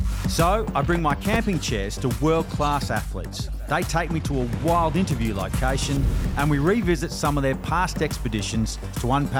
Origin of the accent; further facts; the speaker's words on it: Australia; Because I'm from Australia, mate. The driest, most sun-kissed country in the world. And most importantly, the flattest.